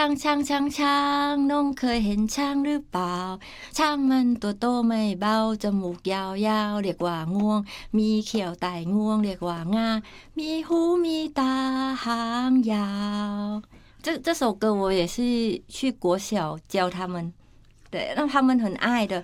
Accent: Thailand; first language Thai; Chinese is a second language; now in Taiwan; 因为我要让我儿子知道说母语就是泰文，所以我在家也会跟他讲泰文

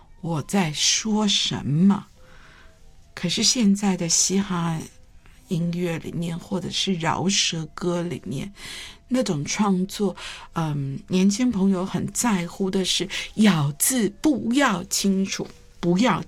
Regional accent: Taiwan

